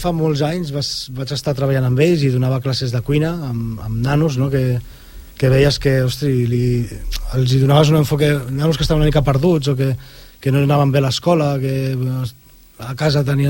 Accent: Sant Boi de Llobregat, Catalonia, Spain; jo em vaig criar al Marianao els primers anys a la cooperativa i a partir dels 10 vaig estar vivint al Marianao

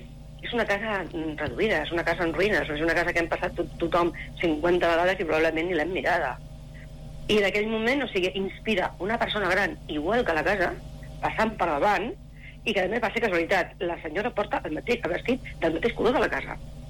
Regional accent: Sabadell, Catalonia, Spain; moved away as an adult; now in Castellar del Vallès, Spain; jo soc de Sabadell, però nosaltres vivim a Castellà, els dos vivim a Can

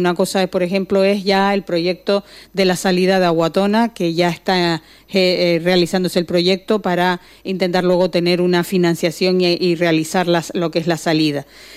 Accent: Ingenio, Canary Islands, Spain; No le puedo decir mucho más porque desconozco cómo están los taxis en Agüimes. Yo soy de Ingenio.

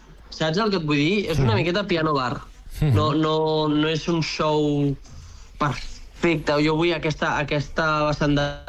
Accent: Sant Just Desvern, Catalonia, Spain; Sí, soc de Sant Just, d'Esvern.

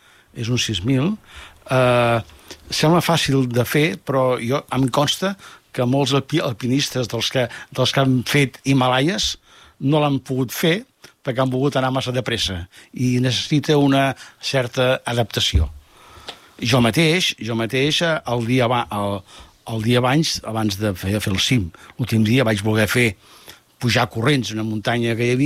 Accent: Vallirana, Catalonia, Spain; A la clínica, però soc nascut de Vallirana.

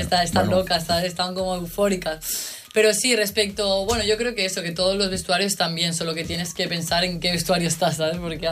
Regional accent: Andalusia, Spain; Porque yo en mi casa siempre se escucha flamenco, en plan, somos muy andaluces, ¿sabes? Mi familia es andaluza, entonces el flamenco se lleva por la sangre.

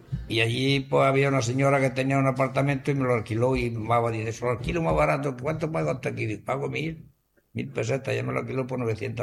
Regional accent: Cubelles, Catalonia, Spain; Yo soy de Cubella, yo cubellense.

